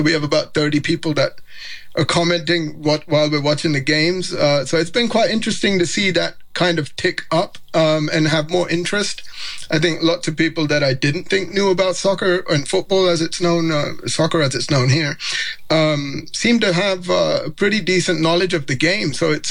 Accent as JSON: {"language": "English", "town": "Wembley", "region": "London", "country": "United Kingdom", "said": "even though I'm originally from Wembley, the home of football."}